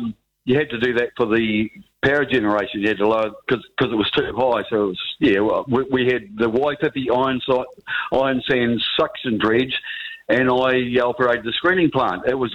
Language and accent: English; Dunedin, Otago, New Zealand; born there; also born or lived in Clyde; I was born in Queen Mary there in 1964.